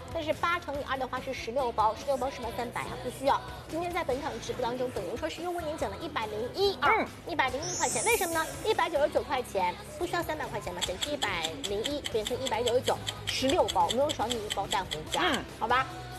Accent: Shanghai, China

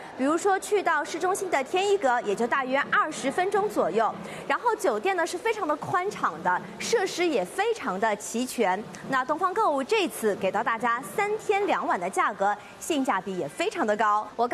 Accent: Shanghai, China; 我们上海人

